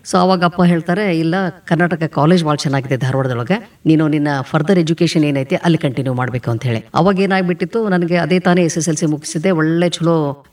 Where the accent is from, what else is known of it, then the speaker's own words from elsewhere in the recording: Shiggaon, Karnataka, India; ನಾನು ಹುಟ್ಟಿದ್ದು ಅದೇ ಶಿಗ್ಗಾವಿ ಒಳಗೆ, ನಮ್ಮ ತಾಯಿಯ ತವರೂರು ರೀ ಅದು.